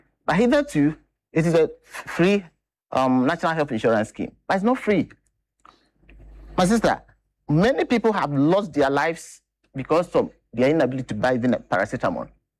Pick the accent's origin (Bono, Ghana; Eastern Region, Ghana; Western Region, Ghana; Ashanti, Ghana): Bono, Ghana; now in Greater Accra, Ghana; I'm not from this region, Greater Accra region, I'm from Borno region, and I know I'm here as a result of migration.